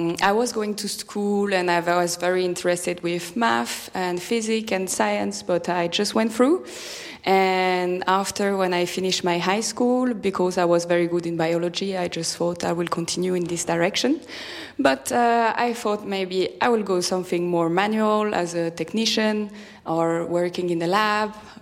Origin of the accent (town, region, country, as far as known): Grand Est, France; born or raised there; English is a second language